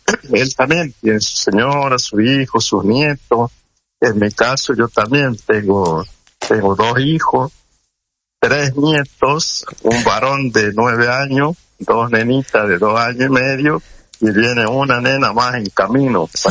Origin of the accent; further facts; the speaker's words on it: Tucumán, Argentina; now in Salta, Argentina; Yo soy tucumano, salteño por adopción, pero hace 40 años que estoy acá en Salta.